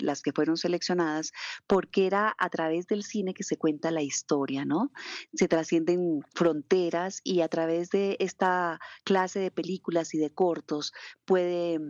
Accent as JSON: {"language": "Spanish", "town": "Tunja", "region": "Boyacá", "country": "Colombia", "said": "con los oyentes desde Tunja, mi tierra, porque soy de la tierra del Sumercé"}